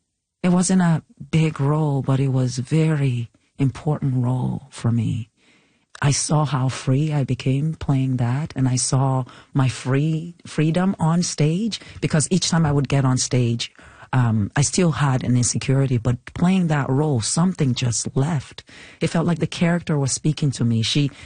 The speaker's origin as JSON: {"language": "English", "country": "Nigeria"}